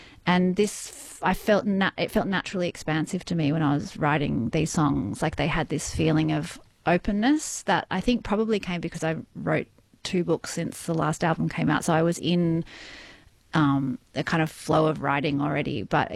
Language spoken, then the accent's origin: English; Sydney, New South Wales, Australia; now in Illawarra, Australia; I grew up in Balmain